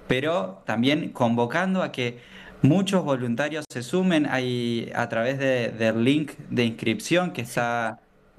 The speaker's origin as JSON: {"language": "Spanish", "town": "Carmen de Areco", "region": "Buenos Aires Province", "country": "Argentina", "moved": "yes", "said": "No, yo soy de Carmen de Areco, por cuestiones laborales no estoy viviendo en Carmen, pero sí soy de como decías, de la diócesis de Mercedes Luján"}